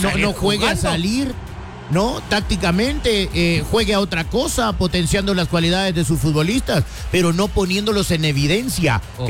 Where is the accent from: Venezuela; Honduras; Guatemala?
Guatemala